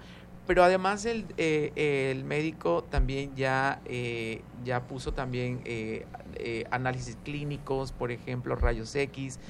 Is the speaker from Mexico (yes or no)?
yes; Tabasco, Mexico; somos tabasqueños